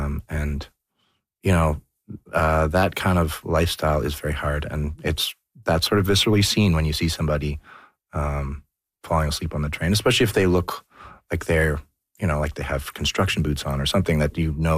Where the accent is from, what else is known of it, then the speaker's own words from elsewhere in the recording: Toronto, Ontario, Canada; You know what? I grew up in Toronto downtown. I took the subway a lot.